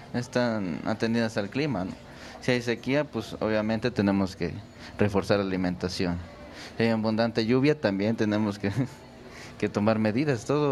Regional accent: Tepoztlán, Morelos, Mexico; en la comunidad de donde venimos, que es San Andrés de la Cal, su casa allá en Tepoztlán, Morelos.

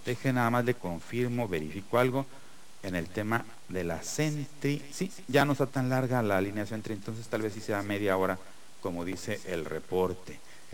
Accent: Tijuana, Baja California, Mexico; Para quienes somos de Tijuana

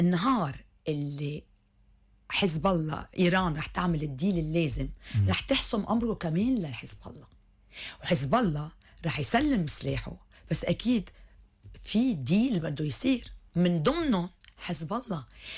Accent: Lebanon

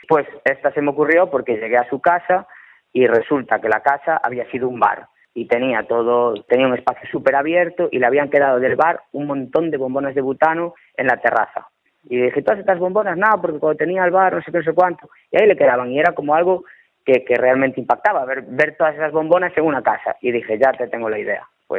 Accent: Cambre, Galicia, Spain; Y yo soy de Cambre, además.

